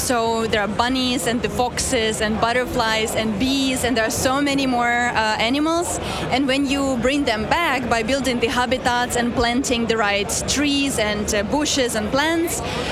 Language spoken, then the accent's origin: English; Czechia; English is a second language; I come from Czech Republic, and just to share a little bit, we have a part of land which is currently being transformed into a desert